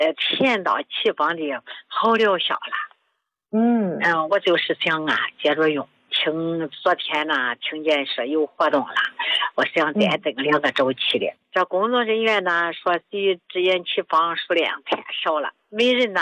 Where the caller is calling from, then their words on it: Henan, China; 我家是河南的。